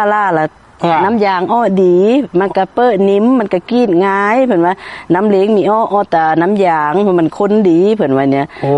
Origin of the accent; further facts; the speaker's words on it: Khamcha-i, Mukdahan, Thailand; ตำบลคำชะอีอำเภอคำชะอีจังหวัดมุกดาหารจ้า